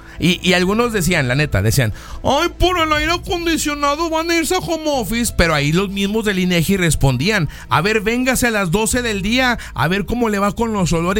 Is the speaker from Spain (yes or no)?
no; Mexico; Uno como mexicano, la verdad es que ni lo festeja.